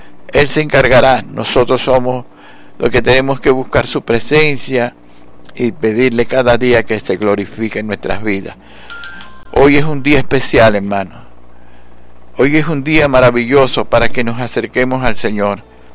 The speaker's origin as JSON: {"language": "Spanish", "country": "Venezuela"}